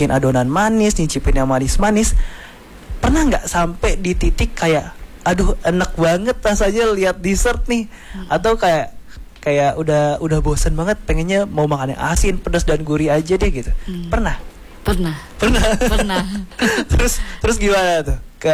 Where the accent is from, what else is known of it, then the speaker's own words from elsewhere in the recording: West Java, Indonesia; aku kan Sunda ya kak ya